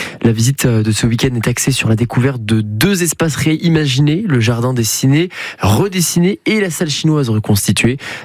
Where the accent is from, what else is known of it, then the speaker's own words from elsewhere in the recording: Brittany, France; Je suis breton.